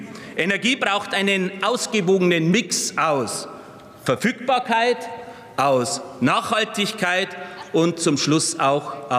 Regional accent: Simbach am Inn, Bavaria, Germany; In meinem Wahlkreis, in meiner Heimat in Simbach am Inn, vor 10 Jahren 8 Menschen wegen einer Flugkatastrophe ums Leben gekommen.

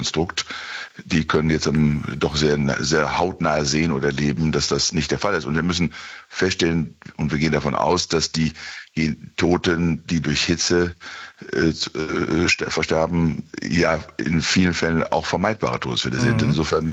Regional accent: Bielefeld, North Rhine-Westphalia, Germany; born or raised there

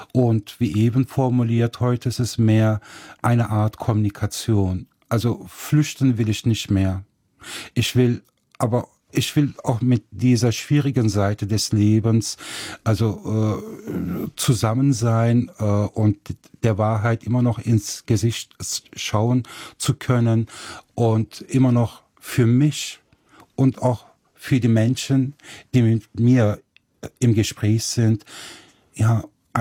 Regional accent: Nettetal, North Rhine-Westphalia, Germany; Ich bin ja in der Provinz Nettetal geboren. Da bin ich groß geworden. Heute lebe ich immer noch in Nettetal. Also ich bin aus Nettetal nicht rausgekommen.

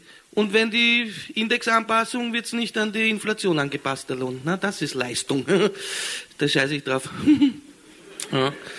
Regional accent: Austria; Ja, und da muss ich mich als Österreicher, muss ich mich auch schuldig bekennen

